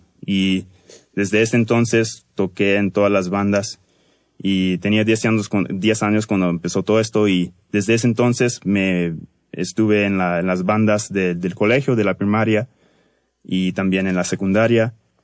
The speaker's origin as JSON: {"language": "Spanish", "town": "Vancouver", "region": "British Columbia", "country": "Canada", "tie": "born or raised there", "said": "Soy de Vancouver, Canadá. Nací en Vancouver, Canadá. Mi mamá es de Lima, Perú. Mi papá es de Santiago de Chile. Y sí, es mi primera vez acá en la Ciudad de México."}